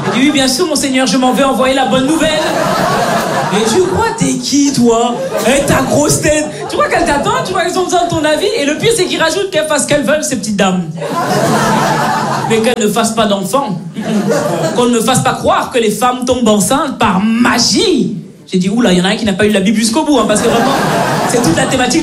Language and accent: French; Belgium; Moi je suis née, j'ai grandi en Belgique, mes parents sont nés, ils ont grandi au Cameroun.